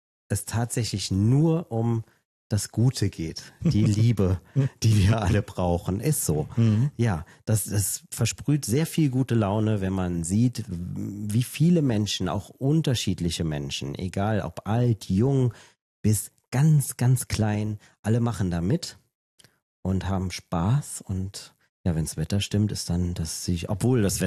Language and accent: German; Trier, Rhineland-Palatinate, Germany; Weil das meine Heimatstadt ist.